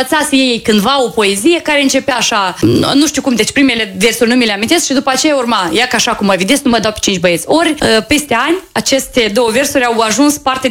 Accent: Bujor, Hîncești District, Moldova; la Bujor, în satul meu de Baștin, acolo unde au crescut și copiii, cresc și eu și unde am copilărit.

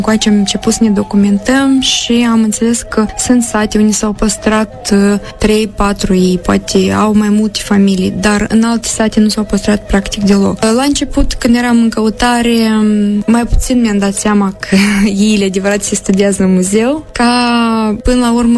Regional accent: Orhei, Orhei District, Moldova; eu sunt din Orhei

